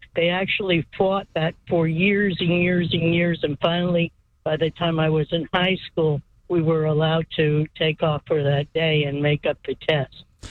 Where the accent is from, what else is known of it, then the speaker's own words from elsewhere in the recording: Houston, Texas, United States; Well, I grew up in Houston in the 1950s